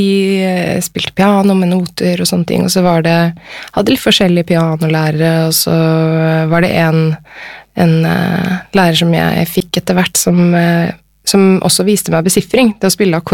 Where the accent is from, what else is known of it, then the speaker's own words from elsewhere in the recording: Nordland, Norway; born there; Jeg født i Vesterålen, i Nordland, og ja. Så flyttet vi sørover, så jeg vokste opp litt her og